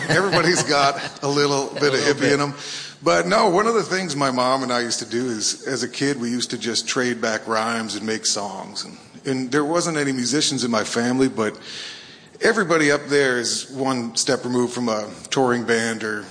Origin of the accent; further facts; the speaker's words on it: West Saugerties, New York, United States; Man, growing up, so I'm from West Saugerties, right outside of Woodstock, New York. And, you know, I'm an only child. So we lived out behind this cornfield out there.